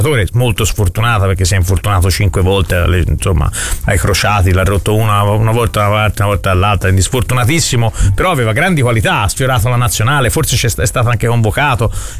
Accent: Florence, Tuscany, Italy; noi ci si nasce, siamo innamorati di questi colori nascendoci

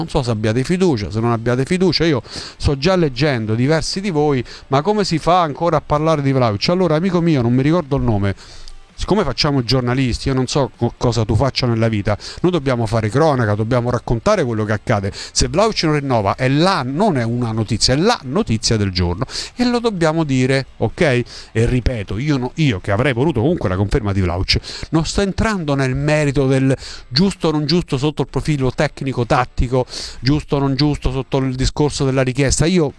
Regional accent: Abruzzo, Italy

